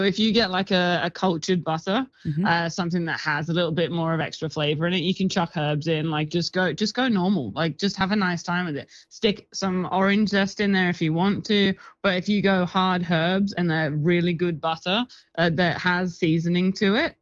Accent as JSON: {"language": "English", "country": "United Kingdom", "said": "I'm British"}